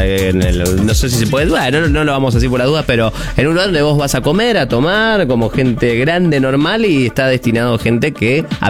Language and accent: Spanish; Córdoba, Argentina; born there; now in Rosario, Argentina; parte de mi infancia la hice en Córdoba.